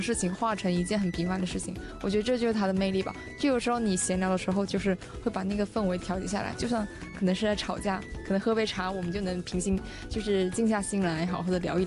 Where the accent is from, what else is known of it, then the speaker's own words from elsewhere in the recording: Guangdong, China; 我呢是来自潮汕的嘛，大家讲到潮汕肯定会讲到它的茶文化，因为它的功夫茶其实非常的出名。